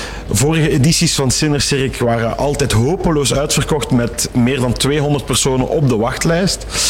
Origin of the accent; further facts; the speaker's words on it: Halen, Flanders, Belgium; mijn thuisstad Halen.